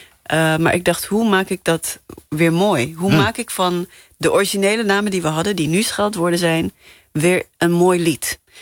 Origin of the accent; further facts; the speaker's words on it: Namibia; now in Netherlands; En ik denk dat de drive gewoon echt komt omdat ik uit Namibië kom, waar we tot 1990 in het apartheidsysteem hebben geleefd. Dus ik ben ook opgegroeid in het idee in het gedachtegoed van, hoe vechten we tegen onrecht?